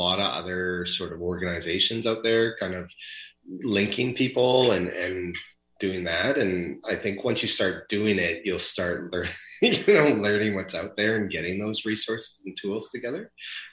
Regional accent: Saskatchewan, Canada; I come from Saskatchewan

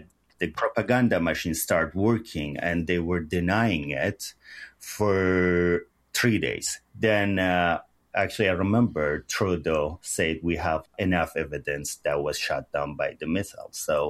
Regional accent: Sanandaj, Kurdistan, Iran; moved away; My brother called me from San Andej, my hometown, Sna

